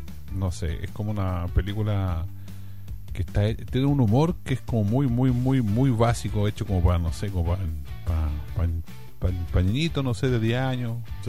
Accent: Villa Alemana, Valparaíso, Chile; para los que somos de Villa Alemana, Peña Blanca.

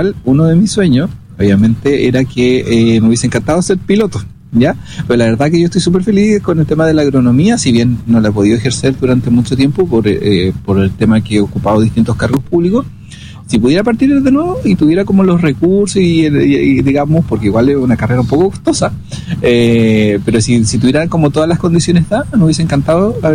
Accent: Chile; Somos todos chilenos

